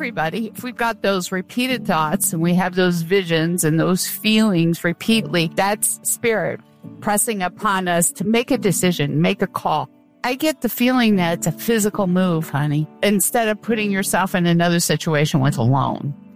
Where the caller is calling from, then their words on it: New Hampshire, United States; New Hampshire.